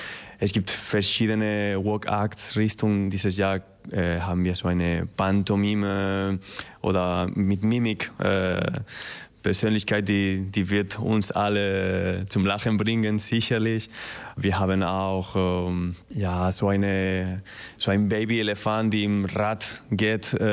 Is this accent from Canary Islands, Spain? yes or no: no; Madrid, Community of Madrid, Spain; German is a second language; also born or lived in Alicante; Ich komme aus Madrid.